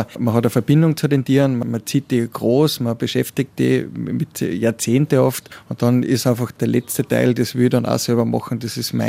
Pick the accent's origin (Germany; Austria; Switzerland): Austria; Styria; Also meine Frau ist überhaupt aus Wien, ich komme aus der Steiermark und wir haben uns ein besonderes Platzerl gesucht und bei uns am Milchstädter See gefunden.